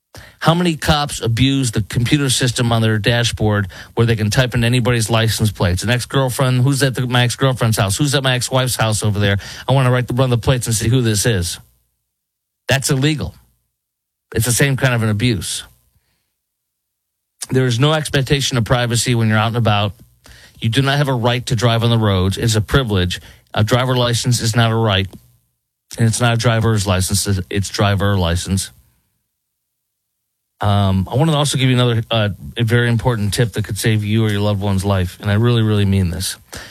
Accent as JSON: {"language": "English", "town": "Chicago", "region": "Illinois", "country": "United States", "tie": "born or raised there", "said": "Chicago, Sanctuary City, Sanctuary State, my hometown"}